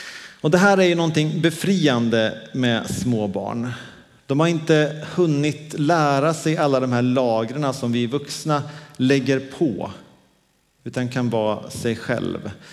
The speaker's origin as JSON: {"language": "Swedish", "region": "Dalarna County", "country": "Sweden", "said": "Vi var hemma i Dalarna i veckan och jag fick hänga med min brors och min systers barn som är 4 och 3."}